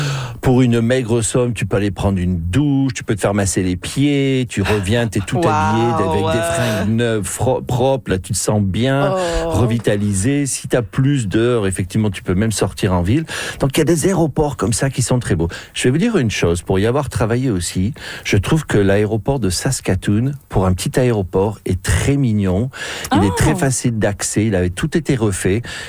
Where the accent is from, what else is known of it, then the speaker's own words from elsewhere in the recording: France; moved away; je peux le dire en tant que Français d'origine